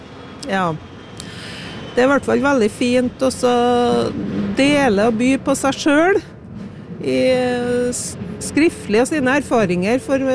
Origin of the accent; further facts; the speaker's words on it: Trøndelag, Norway; Ja, der det 60-70 innbyggere, der jeg kommer fra da, det hjemgården min, så det en trøndersk gårdsbruk.